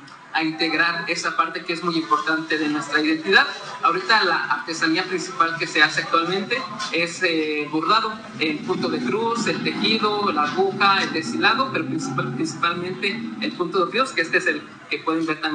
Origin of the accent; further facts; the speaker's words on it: Guanajuato, Mexico; A nosotros se nos conoce como los comaleros de Santa Fe